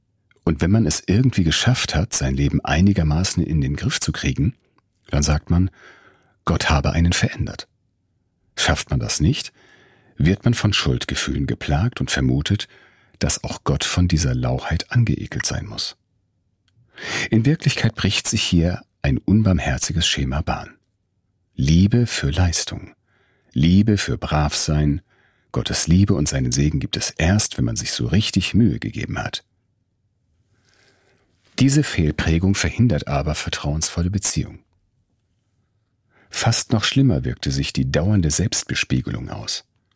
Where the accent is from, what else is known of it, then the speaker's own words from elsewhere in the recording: North Rhine-Westphalia, Germany; Ich bin im Siegerland aufgewachsen. Dort saugt man das Evangelium, die Bibel mit der Muttermilch auf.